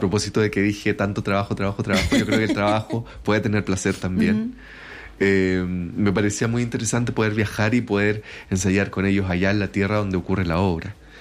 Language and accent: Spanish; Concepción, Biobío, Chile; gran parte de miembros de la compañía somos de región, yo soy de Concepción